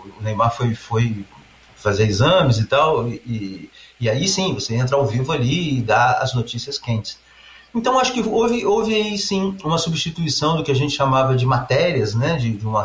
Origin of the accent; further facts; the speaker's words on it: Brazil; e eu, como brasileiro, também, felizaço da vida de novamente